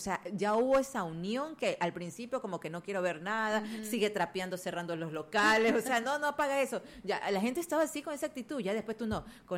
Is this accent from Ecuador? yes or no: yes; Ecuador; me voy en la buseta, como buena ecuatoriana.